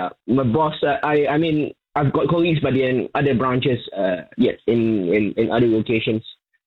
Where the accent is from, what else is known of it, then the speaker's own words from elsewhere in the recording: Malaysia; moved away; growing up in Malaysia